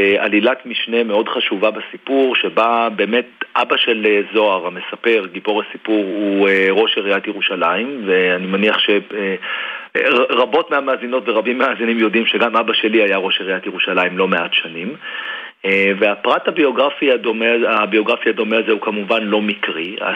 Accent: Jerusalem, Jerusalem District, Israel; moved away as an adult; also born or lived in United States; אני ירושלמי, גדלתי בירושלים, ואומנם אחר כך הרחקתי עד לצידו השני של האוקיינוס וחייתי הרבה שנים בארצות הברית, ועכשיו אני חי בישראל, אבל בעיר אחרת.

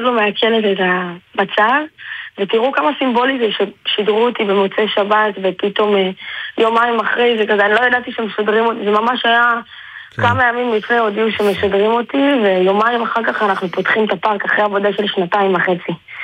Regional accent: Pardesiya, Central District, Israel; פרדסיה זה המקום שנולדנו בו, גדלנו בו, אבא שלי נולד וגדל פה, כאן גדלנו. אנחנו עדיין כאן גרים.

